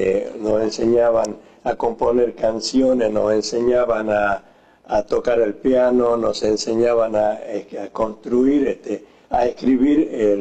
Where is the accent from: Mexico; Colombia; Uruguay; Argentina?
Argentina; Tala, Salta; now in Salta, Argentina; viajando lejos, yéndome de mi pueblo